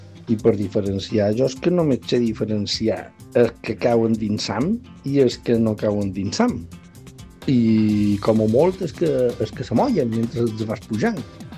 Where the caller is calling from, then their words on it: Palma, Balearic Islands, Spain; de Calagamba.